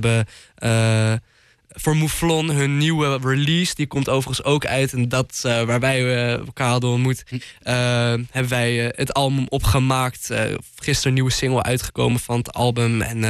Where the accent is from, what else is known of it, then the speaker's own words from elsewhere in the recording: Flevoland, Netherlands; En we komen uit Flevoland.